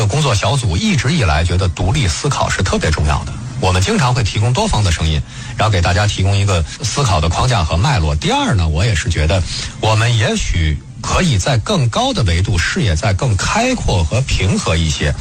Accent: China

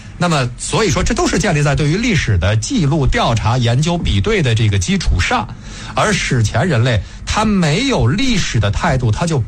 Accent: China; 为什么我们中国人这么注重修史，我们每一个中国的孩子，尤其是男孩子，从小就知道诸葛亮和关云长

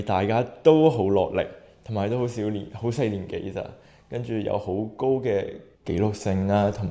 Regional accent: Hong Kong; 我哋香港青年

